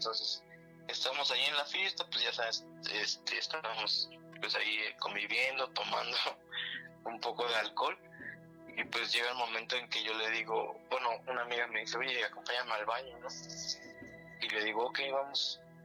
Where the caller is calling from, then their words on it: Querétaro, Mexico; Desde Querétaro, Querétaro